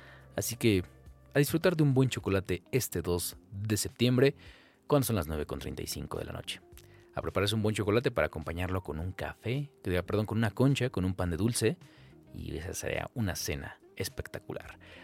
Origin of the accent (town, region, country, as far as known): Mexico